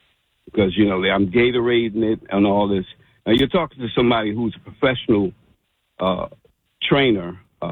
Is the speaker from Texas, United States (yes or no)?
no; New Jersey, United States; moved away as an adult; also born or lived in North Carolina; now in Freehold, United States; Born and raised in Jersey. I went down to North Carolina for a few minutes.